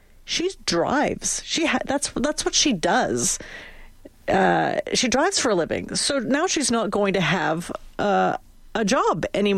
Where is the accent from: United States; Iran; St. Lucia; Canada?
Canada; Saskatchewan; born there; I was born in Saskatchewan.